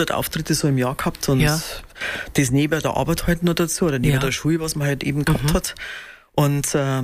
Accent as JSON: {"language": "German", "town": "Munich", "region": "Bavaria", "country": "Germany", "tie": "born there", "also_born_or_lived": "Chiemgau", "said": "Ich bin ja geboren in Münchnerin."}